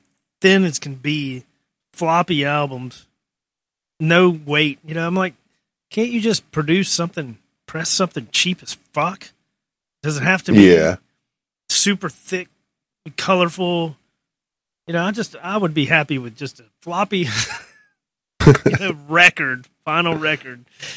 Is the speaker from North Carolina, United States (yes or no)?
yes; Jamestown, North Carolina, United States; So I moved from Greensboro area of North Carolina, Jamestown to be specific. Or even High Point, all those areas, to Carolina Beach to go to UNC Wilmington